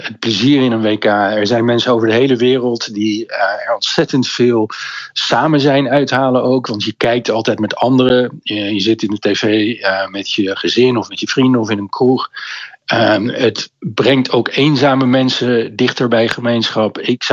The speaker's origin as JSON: {"language": "Dutch", "country": "Netherlands", "tie": "born or raised there", "said": "Ik ben in Nederland opgegroeid. Ik ben nog steeds fan van Oranje."}